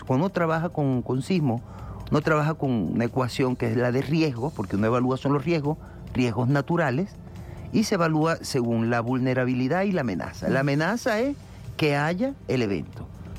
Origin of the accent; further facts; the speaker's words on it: Venezuela; sino a todos nosotros, nosotras como venezolanos dentro de nuestra psique, desde nuestras emociones.